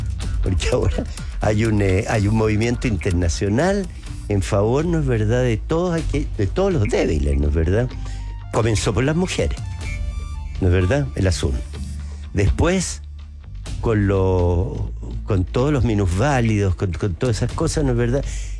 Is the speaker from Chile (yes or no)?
yes; Chile; Los más racistas que hay somos los chilenos.